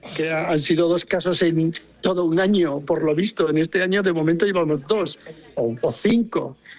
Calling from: Navarre, Spain; aquí en Navarra

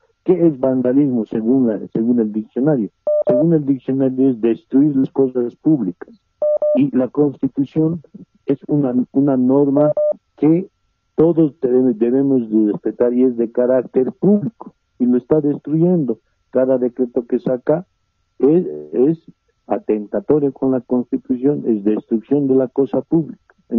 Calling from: El Alto, La Paz, Bolivia; de la ciudad del Alto.

